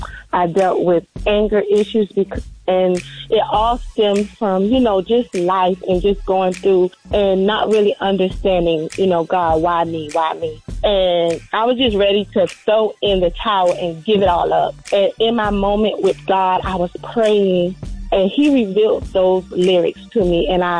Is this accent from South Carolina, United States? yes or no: yes; Allerton, South Carolina, United States; Well, we're from a little small town called Allerton, South Carolina. We've been singing since we've been young, very young. We grew up as PK kids.